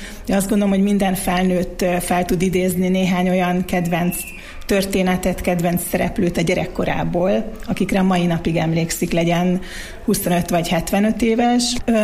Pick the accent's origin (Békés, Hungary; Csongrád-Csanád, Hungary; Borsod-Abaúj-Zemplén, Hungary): Borsod-Abaúj-Zemplén, Hungary; Miskolc; moved away as an adult; also born or lived in Norway; mi zajlik a szülővárosomban, illetve még a gimnáziumot is itt jártam. Úgyhogy nagyon kedves számomra Miskolc